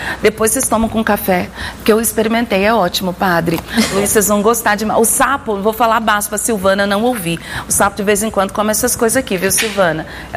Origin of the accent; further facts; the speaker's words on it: Minas Gerais, Brazil; Nós que somos mineiros